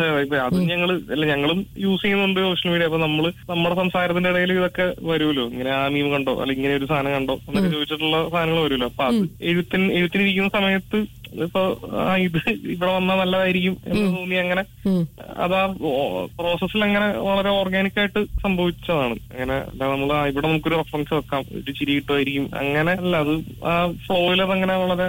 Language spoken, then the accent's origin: Malayalam; Kottayam, Kerala, India; ഞാൻ നാട് ശരിക്കും കോട്ടയത്താണ്.